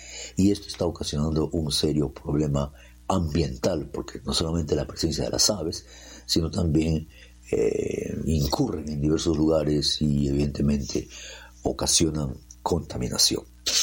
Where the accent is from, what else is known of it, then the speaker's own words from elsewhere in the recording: Peru; Si somos peruanos y amamos a nuestra patria, no necesitamos invitación para ir a desfilar.